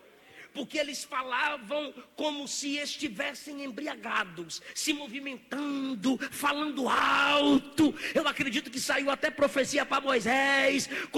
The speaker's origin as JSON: {"language": "Portuguese", "region": "Bahia", "country": "Brazil", "said": "A gente é baiano"}